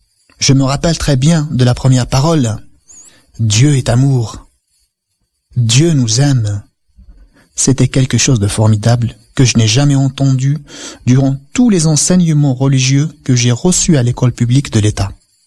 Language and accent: French; Kabylie, Algeria; moved away as an adult; now in France; J'ai suivi toutes mes classes élémentaires et secondaires dans ma région de naissance. Une année blanche s'en suivit, juste après, pour cause du boycott des écoles et des universités dans toute la Kabylie, pour réclamer la reconnaissance et l'enseignement du berbère en Algérie.